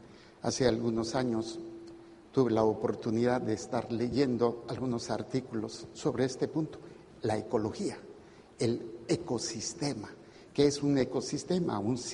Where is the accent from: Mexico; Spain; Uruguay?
Mexico; Mexico City; Yo soy chilango, sí, es un defecto, dicen